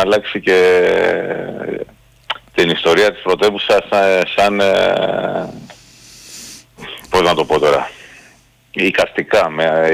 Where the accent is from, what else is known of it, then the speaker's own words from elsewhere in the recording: Greece; εγώ σαν Έλληνας πολίτης δεν εμπιστεύομαι